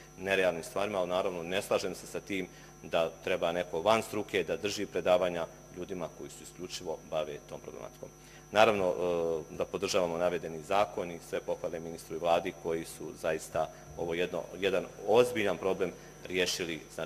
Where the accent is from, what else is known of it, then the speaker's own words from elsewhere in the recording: Herzegovina, Bosnia & Herzegovina; iz grada odakle ja dolazim iz Hercegovine